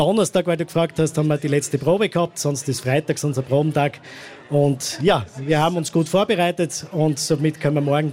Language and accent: German; Kirchbach, Styria, Austria; Ja genau, das ist am Annaberg bei uns in Kirchbach. Da ist eine Filialkirche, eben der heiligen Anna geweiht.